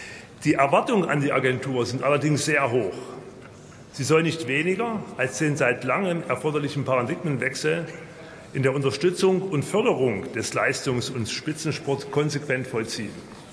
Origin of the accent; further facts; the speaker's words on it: Leipzig, Saxony, Germany; als stolzer Leipziger